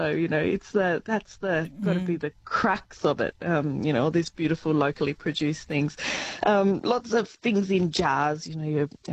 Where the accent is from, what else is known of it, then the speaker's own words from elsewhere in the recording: Tasmania, Australia; moved away; also born or lived in Kimberley / Pilbara; I lived in the Kimberley and the Pilbara for a few years, so I have done, and I'm from Tasmania